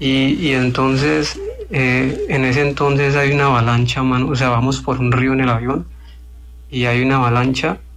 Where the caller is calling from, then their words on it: Villavicencio, Meta, Colombia; De Villavicencio